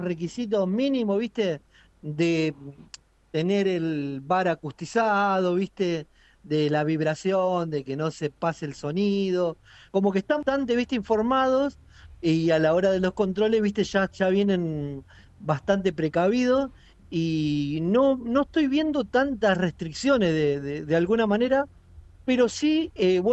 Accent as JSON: {"language": "Spanish", "town": "San Nicolás", "region": "Buenos Aires Province", "country": "Argentina", "tie": "born there", "lives_now": "Rosario, Argentina", "said": "yo por ahí no soy rosarino, hace 12, 13 años que vivo acá en Rosario, o sea, yo nací en San Nicolás, acá una ciudad bastante cerca, 70 kilómetros"}